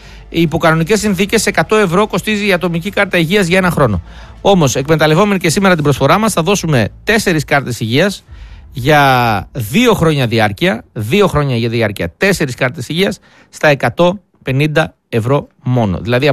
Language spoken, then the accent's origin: Greek; Greece; Γιατί είμαστε Έλληνες.